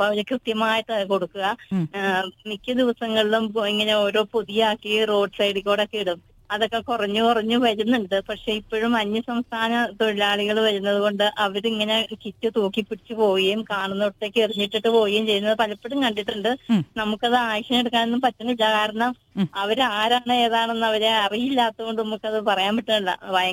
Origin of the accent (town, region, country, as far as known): Murickassery, Kerala, India; born there; now in Ernakulam, India